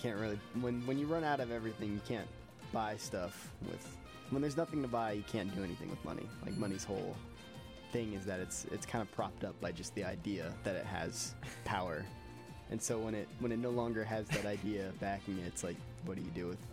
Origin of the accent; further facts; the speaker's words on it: Louisiana, United States; I'm from Louisiana, mm-hmm. and everybody in Louisiana is poor.